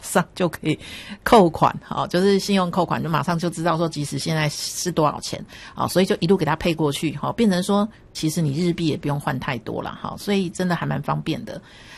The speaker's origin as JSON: {"language": "Chinese", "country": "Taiwan", "said": "好，那像我们台湾这边有全支付"}